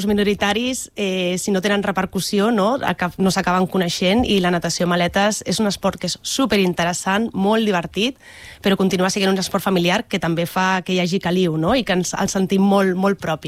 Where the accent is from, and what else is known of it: Bellvitge, Catalonia, Spain